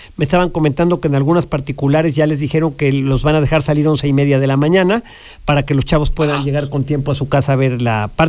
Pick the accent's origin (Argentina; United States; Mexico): Mexico; Como mexicano te lo digo